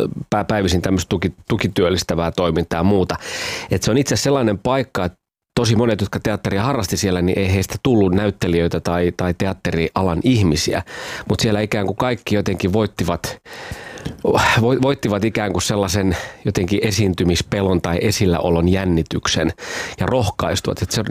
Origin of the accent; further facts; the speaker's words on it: Pori, Satakunta, Finland; also born or lived in Kuorevesi; me muutettiin tosiaan silloin sieltä Kuorovedeltä Poriin ja mä aloitin tokaluokan siellä